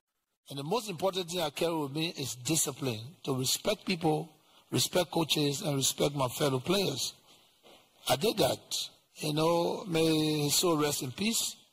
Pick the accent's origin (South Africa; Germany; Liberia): Liberia; Italian is a second language; moved away; also born or lived in Italy; Io non sono italiano, sono liberiano, ma io vivo Italia come un italiano.